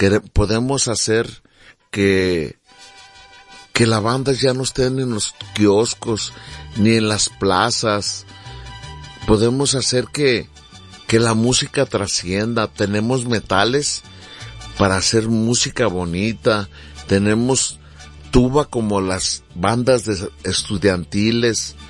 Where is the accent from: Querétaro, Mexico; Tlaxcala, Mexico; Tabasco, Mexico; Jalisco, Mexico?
Jalisco, Mexico; Guadalajara; now in El Paso, United States; Yo radico acá en El Paso, Texas. Soy originaria de Guadalajara.